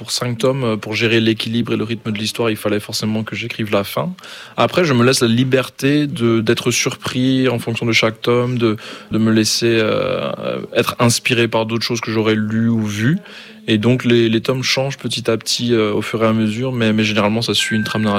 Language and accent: French; Ghana; now in France; J'ai découvert One Piece alors que j'étais encore au Ghana. J'ai grandi en Afrique de l'Ouest où malheureusement on n'a pas vraiment accès à tout ça comme en France.